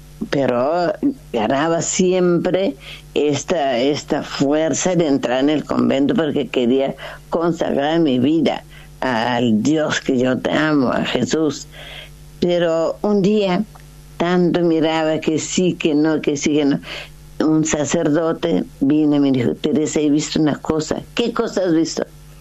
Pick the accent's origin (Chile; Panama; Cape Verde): Cape Verde; now in Argentina; Cabo Verde es mi tierra, Argentina es mi tierra, los chicos caboverdianos son míos